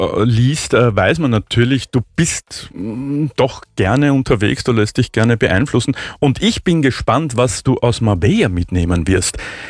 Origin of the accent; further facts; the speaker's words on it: Vienna, Austria; Als Wiener natürlich immer eine Weltreise.